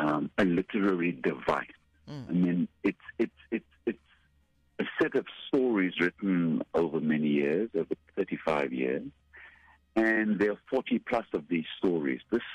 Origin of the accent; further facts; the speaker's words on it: Cape Town, Western Cape, South Africa; also born or lived in Durban; now in Johannesburg, South Africa; While I was born and raised in Cape Town, I was certainly qualified and skilled in Durban and professionalized in Johannesburg. And in all of those times, I tended to live in displaced communities.